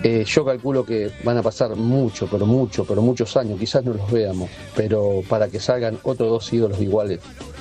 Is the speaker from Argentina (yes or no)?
yes; Argentina; me siento orgulloso como argentino de que Maradona y Messi sean dos de esos tres.